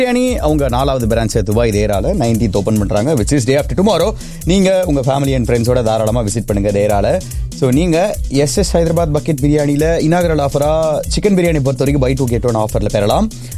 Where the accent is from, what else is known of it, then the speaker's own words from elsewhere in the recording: India; நான் வந்து ஒரு மீடியால வேலை செய்யக்கூடிய சாதாரண என்ஆர்ஐ.